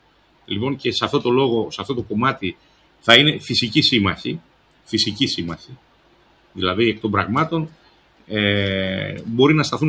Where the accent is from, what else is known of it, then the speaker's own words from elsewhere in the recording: Epirus, Greece; εγώ είμαι Σουλιώτης και είμαι για την Περάτη Ιωαννίνων. Δεν είμαι από τις Θεσσαλίες, ούτε οι γονείς μου μένα στο Χαλάνδι και στο ψυχικό.